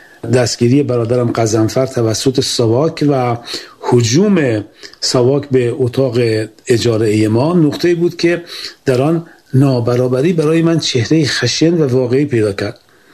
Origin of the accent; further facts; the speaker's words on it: Semirom, Isfahan, Iran; من در سمیرام، شهری از اطراف اصفهان به دنیا آمدم، جایی که در دهه 40 زندگی اصلا ساده و راحت نبود.